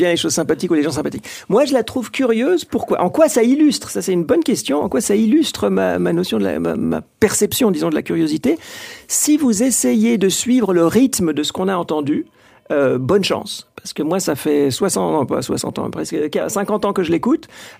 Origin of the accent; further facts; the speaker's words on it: Switzerland; moved away as an adult; also born or lived in United States; je viens de Suisse, j'ai longtemps enseigné aux États-Unis.